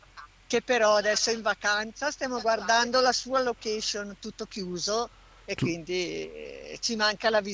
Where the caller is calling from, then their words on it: Bergamo, Lombardy, Italy; Io sono bergamasca.